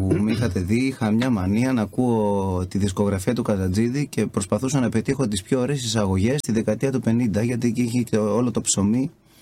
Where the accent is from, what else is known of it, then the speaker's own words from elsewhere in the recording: Cyprus; moved away as an adult; also born or lived in Athens / Arta; now in Greece; Γεννημένος στην Αθήνα. Μεγαλωμένος στην Κύπρο. Ήρθα σαν φοιτητής στο τμήμα Λαϊκής και Παραδοσιακής Μουσικής στην Άρτα, όπου συνέχισα τη σπουδή μου.